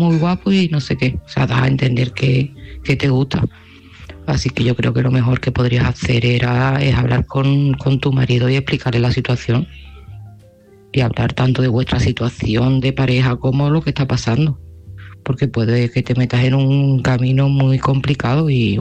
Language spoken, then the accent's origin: Spanish; Seville, Andalusia, Spain; de Sevilla y este mensaje va para Lola.